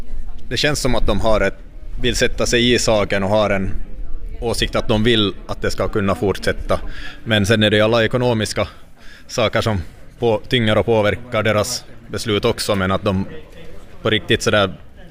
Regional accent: Iniö, Southwest Finland, Finland; från Injö och jag är där företagare och med i föreningar

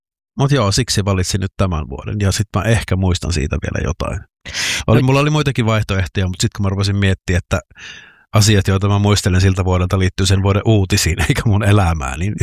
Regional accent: Joensuu, North Karelia, Finland; moved away as an adult; now in Helsinki, Finland; minähän olen siis Joensuusta kotoisin ja siellä elin lukion loppuun sitten olin yhden välivuoden siellä hengailin

